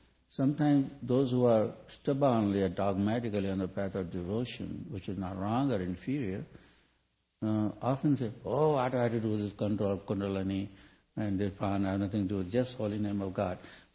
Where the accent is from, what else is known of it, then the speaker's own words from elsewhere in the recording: India; not only because I'm Oriental or from India and so on and so forth